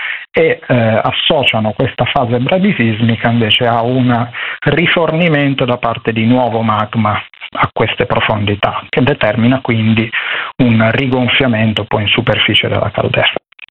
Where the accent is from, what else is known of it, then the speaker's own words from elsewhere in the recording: Genoa, Liguria, Italy; io sono genovese, però ho delle radici siciliane, okay. Quindi io da bambino frequentavo la Sicilia perché mia mamma è siciliana